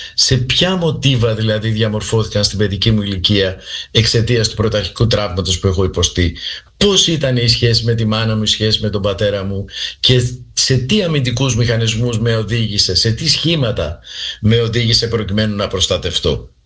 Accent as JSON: {"language": "Greek", "region": "Crete", "country": "Greece", "lives_now": "Cyprus", "said": "Απ' την άλλη μεριά είμαι από την Κρήτη, η καταγωγή μου είναι από την Κρήτη."}